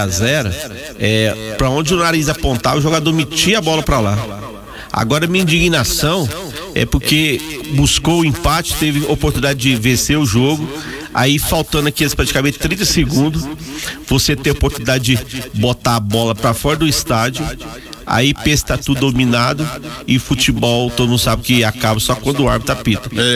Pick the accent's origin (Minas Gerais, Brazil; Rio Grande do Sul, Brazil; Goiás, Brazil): Goiás, Brazil